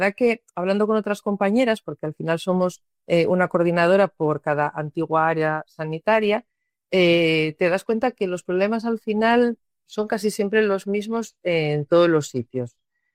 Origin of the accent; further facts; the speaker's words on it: Candás, Asturias, Spain; now in Cangas del Narcea, Spain; no soy de Cangas del Narcea, encima yo soy de Candás, pero la verdad es que me siento muy orgullosa de haber terminado allí